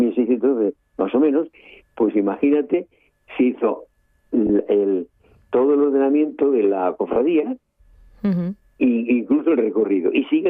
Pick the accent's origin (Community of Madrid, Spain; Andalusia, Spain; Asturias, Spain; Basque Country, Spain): Asturias, Spain; Castropol; yo soy del concejo de Castropol, pero vinimos a Tapia en bicicleta